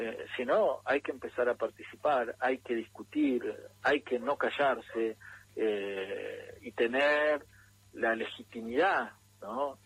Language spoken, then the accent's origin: Spanish; Argentina; somos argentinos